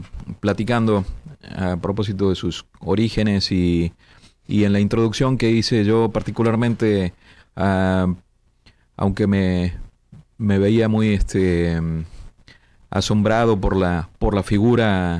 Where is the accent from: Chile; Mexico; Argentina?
Argentina; por digo al menos como argentino